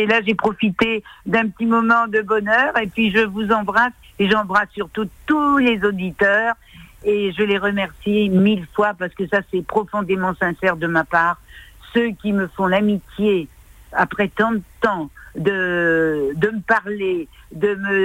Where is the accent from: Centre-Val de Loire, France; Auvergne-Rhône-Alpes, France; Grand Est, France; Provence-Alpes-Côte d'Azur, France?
Auvergne-Rhône-Alpes, France; Clermont-Ferrand; born there; moved away; quand je vais à Clermont, mes parents, ça me fait une grosse nostalgie, parce que pour moi, c'est mes années bonheur.